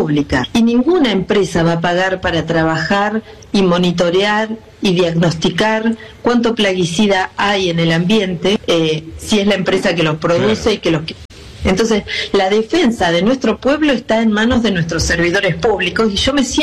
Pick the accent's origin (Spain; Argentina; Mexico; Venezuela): Argentina